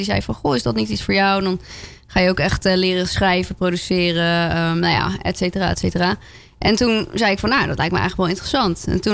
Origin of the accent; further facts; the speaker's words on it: France; moved away; Nou ja, ik kom uit Frankrijk oorspronkelijk.